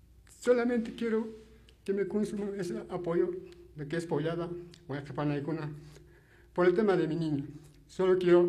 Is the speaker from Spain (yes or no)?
no; Chumbivilcas, Cusco, Peru; saludar a mi pueblo, la comunidad Hanansaya Orcoma, que está de fiesta, que está de aniversario.